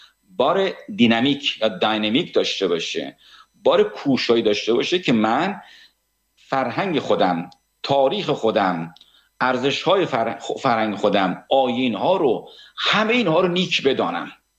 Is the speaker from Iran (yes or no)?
yes; Iran; born there; first language Persian; آه من ایرانی هم دیگه، در ایران زاده شدم، زبان منم پارسیه و اونجا هم خونه دارم،